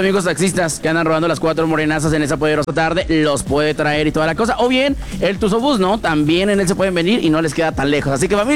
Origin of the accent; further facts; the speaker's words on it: Mexico; como buenos mexicanos, dejamos todo al último.